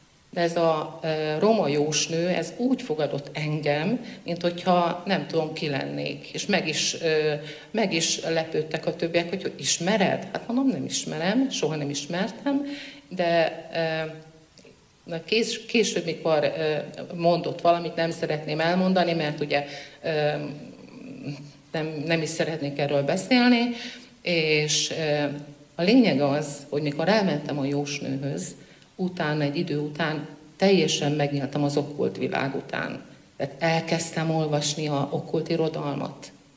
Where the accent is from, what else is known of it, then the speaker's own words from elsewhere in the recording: Heves, Hungary; Hát az a helyzet, hogy azért mégsem vagyok annyira békési. Én Heves megyéből származom, zenés családból, és katolikusként kereszteltek meg